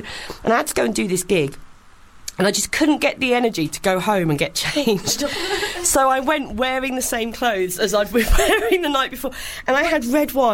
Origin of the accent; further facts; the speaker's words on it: Maidstone, South East England, United Kingdom; I'm from Maidstone